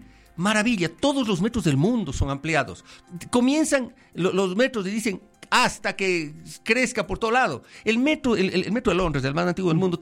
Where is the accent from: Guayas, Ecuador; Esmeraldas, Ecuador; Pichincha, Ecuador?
Pichincha, Ecuador; Quito